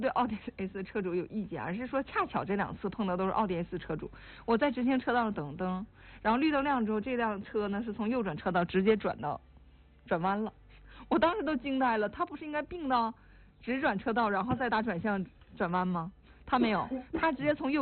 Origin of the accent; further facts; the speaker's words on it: Northeast China, China; 这些词呢在我们东北人的对话框里出现的频率最高